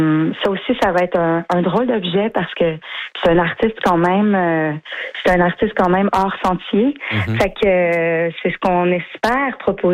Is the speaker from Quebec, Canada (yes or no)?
yes; Danville, Quebec, Canada; moved away; mon village natal. Danville. La série a été en partie tournée à Danville. Puis moi, je viens de là. Toute ma famille est encore là.